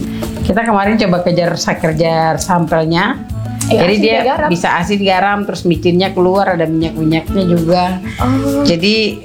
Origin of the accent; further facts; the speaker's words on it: Papua, Indonesia; Karena memang dari dulu kita orang Papua ada sebagian suku yang memang punya garamnya tuh gak itu